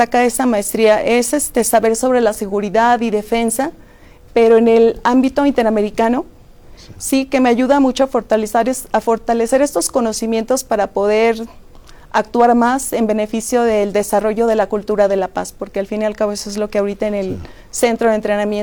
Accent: Irapuato, Guanajuato, Mexico; Y pues soy de Irapuato, Guanajuato, no muy lejos, pero mis padres son de una condición humilde.

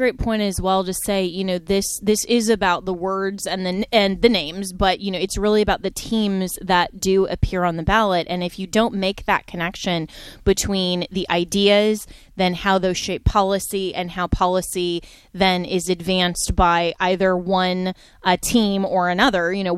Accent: Florida, United States; the two who are up for my home state of Florida for the gubernatorial race.

